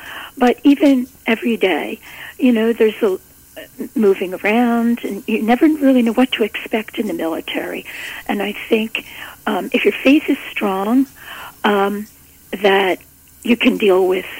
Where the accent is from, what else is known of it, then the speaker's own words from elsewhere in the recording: Philadelphia, Pennsylvania, United States; I am from the Philadelphia area, and my parents are both from, well, now both of them gone, but my parents are from the Philadelphia area